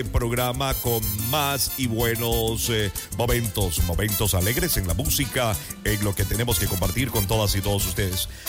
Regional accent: Ecuador; nosotros como ecuatorianos

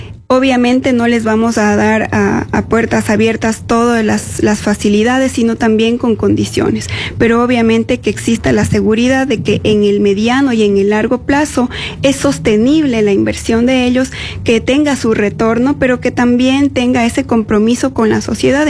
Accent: Carchi, Ecuador; de donde yo vengo, el Cantón Montúfar

